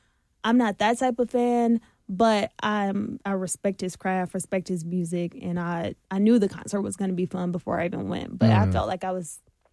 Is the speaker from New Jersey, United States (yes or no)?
no; Chicago, Illinois, United States; So I'm from Chicago, born and raised.